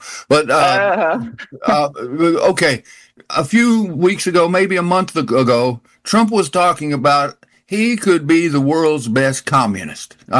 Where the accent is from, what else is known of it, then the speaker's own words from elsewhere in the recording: Texas, United States; No, I'm a Texan.